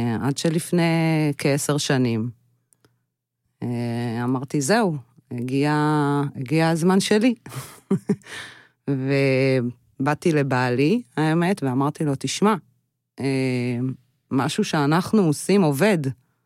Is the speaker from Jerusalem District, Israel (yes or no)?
yes; Jerusalem, Jerusalem District, Israel; אני גדלתי בירושלים, אז אפשר לומר שאפשר להוציא את הילדה מירושלים, קצת יותר קשה להוציא את ירושלים מהילדה.